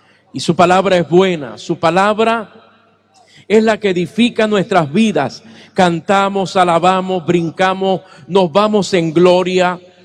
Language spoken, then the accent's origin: Spanish; Puerto Rico; Todos reciben saludos de mi tierra, Puerto Rico.